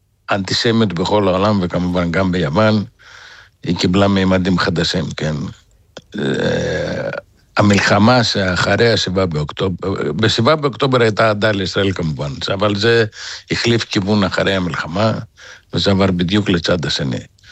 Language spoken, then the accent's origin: Hebrew; Thessaloniki, Central Macedonia, Greece; Hebrew is a second language; אני נולדתי בסלוניקי, אני יליד סלוניקי, כן. אני למדתי בטכניון 5 שנים, ומשם זה העברית שלי.